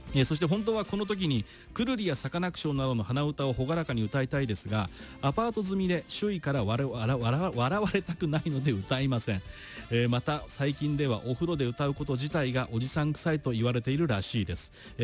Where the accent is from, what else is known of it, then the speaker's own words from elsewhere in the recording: Sano, Tochigi, Japan; 私の地元の佐野